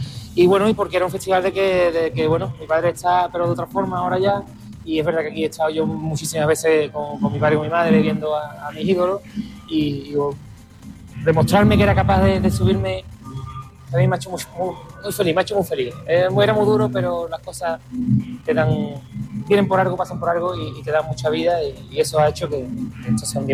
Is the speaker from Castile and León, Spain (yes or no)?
no; Morón de la Frontera, Andalusia, Spain; poder vivir aquí, poder mantener los vínculos con el pueblo desde dentro y que mi familia viva aquí